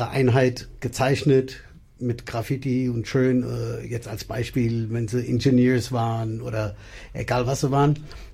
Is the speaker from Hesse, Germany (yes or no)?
yes; Hesse, Germany; weil wo ich herkomme, das ist Frankfurt-Hanau-Ecke